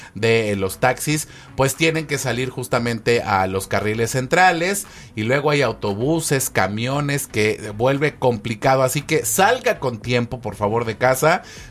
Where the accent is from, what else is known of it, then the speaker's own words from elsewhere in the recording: Cuautla, Morelos, Mexico; los que somos de aquí de Cuautla